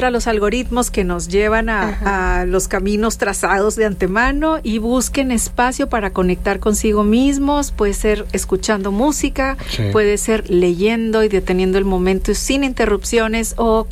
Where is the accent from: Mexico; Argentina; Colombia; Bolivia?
Mexico